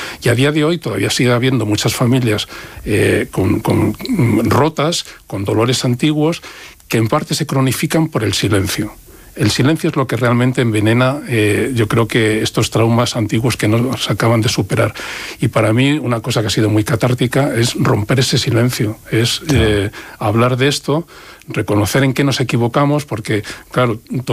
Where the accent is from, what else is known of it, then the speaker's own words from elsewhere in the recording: Madrid, Community of Madrid, Spain; born there; se vinieron al día siguiente de casarse a Madrid, al barrio de Usera, que es donde yo nací, muy orgulloso de nacer allí en Usera.